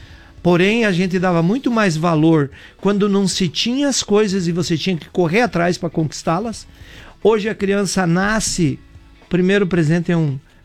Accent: Nova Itaberaba, Santa Catarina, Brazil; born there; eu falo a minha história, porque eu nasci em Nova Itaberaba, fui estudar num colégio de freiras.

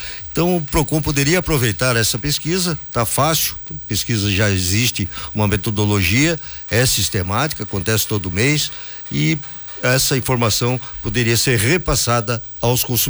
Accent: Minas Gerais, Brazil; born there; Sou mineiro de nascimento. Mineiro.

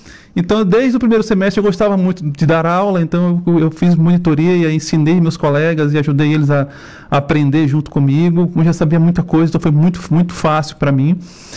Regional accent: Salvador, Bahia, Brazil; now in Paranaguá, Brazil; Sou de Salvador, nasci em Salvador, né? Sou da Bahia, minha família inteira é da Bahia, perdi um pouco do sotaque.

